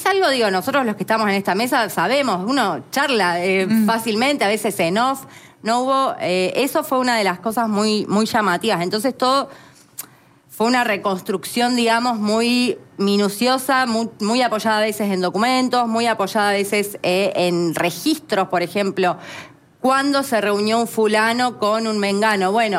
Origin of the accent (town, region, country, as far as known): Argentina